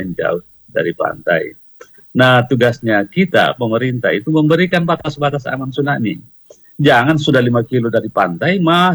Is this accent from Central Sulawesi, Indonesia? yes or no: yes; Palu, Central Sulawesi, Indonesia; bagi kita orang Palu ini